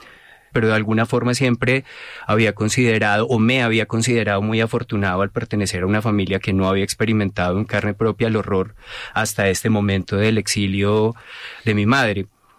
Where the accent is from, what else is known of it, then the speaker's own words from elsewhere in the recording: Colombia; Al igual que toda mi generación, crecí en un país en donde la violencia y la muerte eran el pan de cada día.